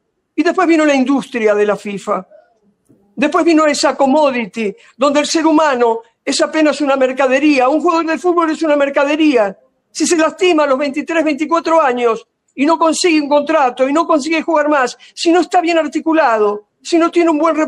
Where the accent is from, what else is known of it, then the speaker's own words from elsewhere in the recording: Montevideo, Uruguay; moved away as an adult; also born or lived in Buenos Aires, Argentina; now in Brazil; yo un poco uruguayo, un poco argentino, hace 35 años que vivo en Brasil, viví en Buenos Aires, estuve hasta los 29 años en Uruguay.